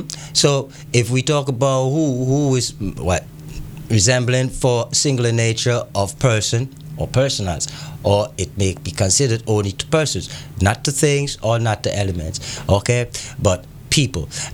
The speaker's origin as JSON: {"language": "English", "country": "Antigua & Barbuda", "said": "I am Antiguan. I'm West Indian. I am Antillean, because we're from the Antilles."}